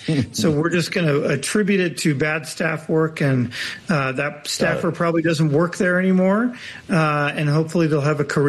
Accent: West, United States; Obviously, I'm from the West.

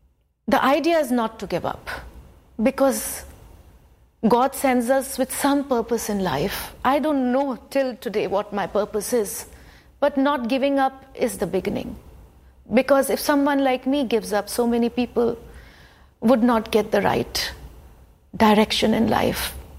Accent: India; He's Austrian, I'm Indian

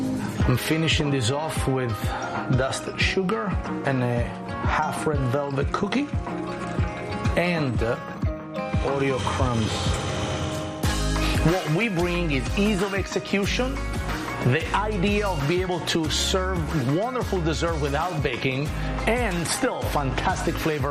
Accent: Italy; English is a second language; moved away as an adult; now in Emeryville, United States; Born and raised in Italy, made in America, right? I think it's a lot of opportunity that my country doesn't have.

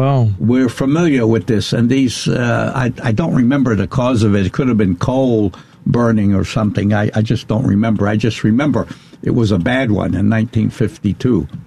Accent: New York, United States; also born or lived in Denver, Colorado / Israel; now in Long Island, United States; when I was growing up in New York, which was a lot of the time

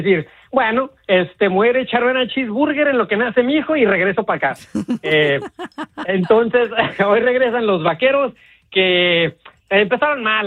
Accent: El Paso, Texas, United States; born there; No, soy del Paso. O sea, vivo en el nací en el Paso, pero

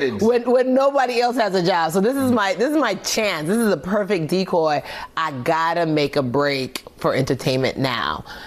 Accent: Nigeria; And I was like, how do I do that? I'm Nigerian.

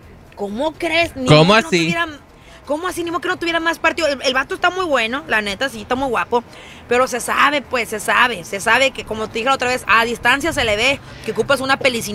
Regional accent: Tijuana, Baja California, Mexico; todos son de Tijuana, de donde yo soy.

